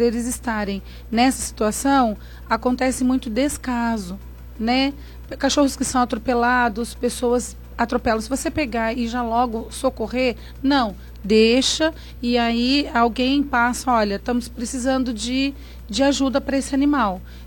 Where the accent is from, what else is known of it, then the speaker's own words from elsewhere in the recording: Pindamonhangaba, São Paulo, Brazil; De Moreira. Hoje moro no Portal